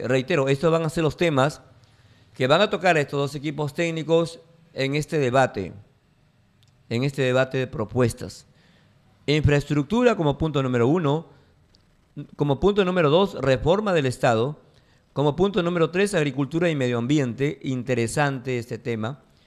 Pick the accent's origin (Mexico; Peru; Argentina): Peru